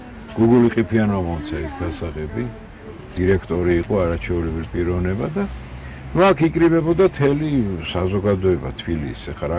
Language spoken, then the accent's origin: Georgian; Tbilisi, Georgia; born or raised there